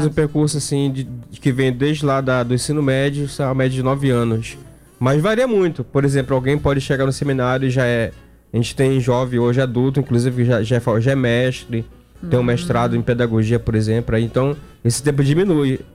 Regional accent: Amapá, Brazil; moved away; Eu era um jovem do interior do Amapá, sou do município de Amapá. Uhum. Gosto de dizer que sou Amapá duas vezes

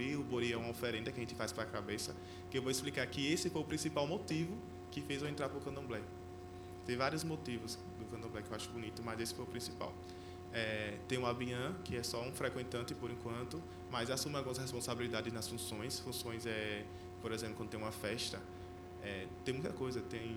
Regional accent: Lagarto, Sergipe, Brazil; eu sou daqui do Lagarto

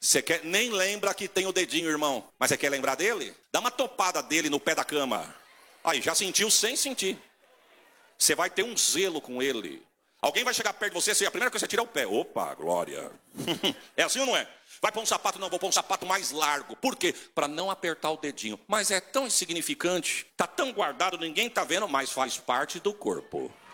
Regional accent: Catanduva, São Paulo, Brazil; Eu falei, não, eu sou de Catanduva.

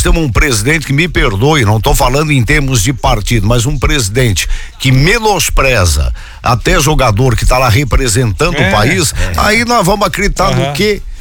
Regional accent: Brazil; eu sou brasileiro

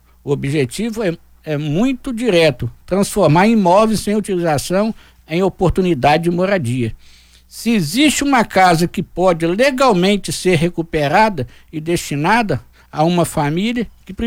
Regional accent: Minas Gerais, Brazil; born there; lá em Silveira Carvalho, onde eu nasci

